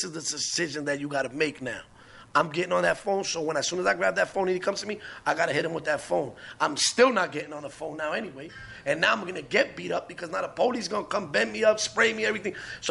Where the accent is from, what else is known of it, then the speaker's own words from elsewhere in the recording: New York City, New York, United States; I'm from the Bronx.